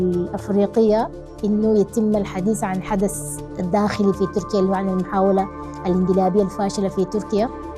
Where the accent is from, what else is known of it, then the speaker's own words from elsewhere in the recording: Sudan; now in Turkey; أنا من السودان